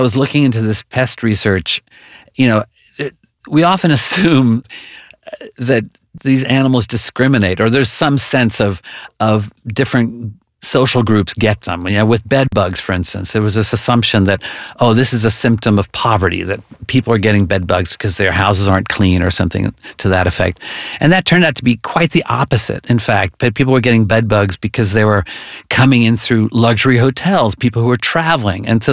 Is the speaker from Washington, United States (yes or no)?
no; Oklahoma, United States; You know, when I was growing up, I grew up in Oklahoma, and I remember the kind of primal horror of being an eight-year-old and putting your fingers through your hair and finding a giant bloated tick in your head.